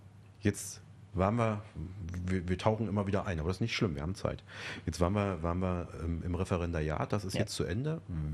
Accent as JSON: {"language": "German", "region": "Saxony-Anhalt", "country": "Germany", "tie": "born or raised there", "said": "Ich bin ein Kind der DDR aus Sachsen-Anhalt, das heißt, ich bin sehr religionsfern."}